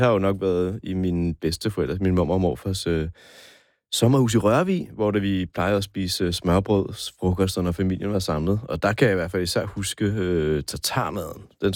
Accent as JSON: {"language": "Danish", "town": "Copenhagen", "region": "Capital Region of Denmark", "country": "Denmark", "said": "jeg bor på Nørrebro. Mm. Den er jo opfundet i mit kvarter. Lige to gader fra, hvor jeg er fra."}